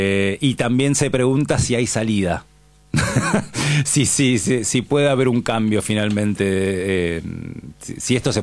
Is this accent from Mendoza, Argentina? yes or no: no; Monte Grande, Buenos Aires Province, Argentina; Yo soy del conurbano bonaerense, soy de Monte Grande